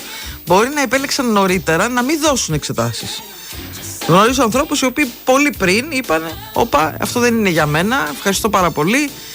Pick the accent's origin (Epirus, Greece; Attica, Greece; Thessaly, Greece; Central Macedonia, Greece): Epirus, Greece; Preveza; Πετρετζίκης με την Πρέβεζα. Και ήμουνα εκείνη την ώρα, δεν ήθελα να ακούσω τίποτα. Ναι, γιατί έβλεπα την πατρίδα μου, εκεί που περπάτησα, εκεί που μεγάλωσα κτλ.